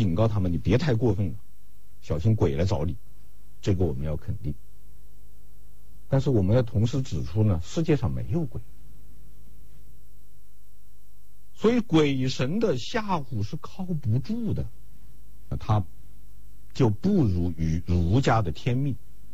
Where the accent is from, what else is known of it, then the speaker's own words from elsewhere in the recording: China; 用我们中国人通常说的一句话来总结